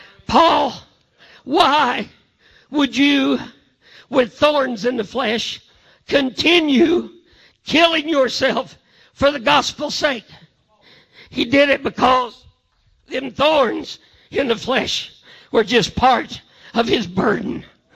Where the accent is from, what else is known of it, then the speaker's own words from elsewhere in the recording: Missouri, United States; I'm from Missouri